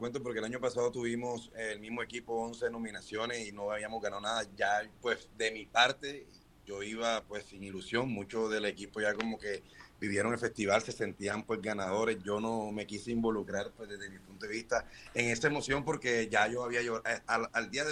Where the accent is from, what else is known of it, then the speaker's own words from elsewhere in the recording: Barranquilla, Atlántico, Colombia; yo soy barranquillero, pero represento Barranquilla por el equipo barranquillero